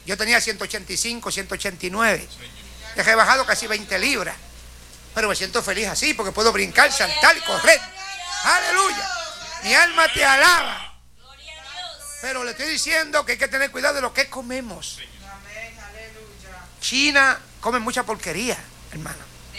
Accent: Puerto Rico; moved away; llevar la palabra en cada esquina, en cada rincón de mi pueblo.

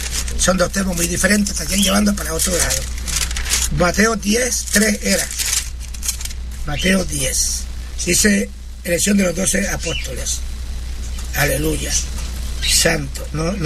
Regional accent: Puerto Rico; Yo estuve muchos años primero predicando en Puerto Rico en diferentes áreas, incluyendo en mi pueblo, diferentes barrios.

